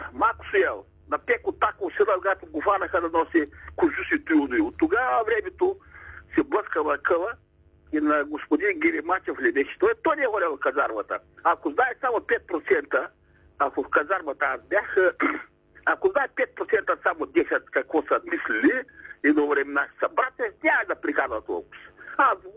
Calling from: Sliven Province, Bulgaria; Аз съм тук от Сливенска района, се обаждам.

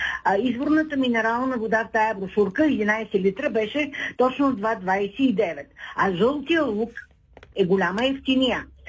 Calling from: Shumen, Shumen Province, Bulgaria; съм от Шумен.

